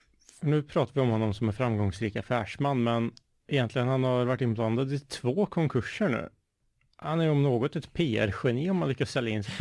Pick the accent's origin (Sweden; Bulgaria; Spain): Sweden; Not skotisk, jag är svensk.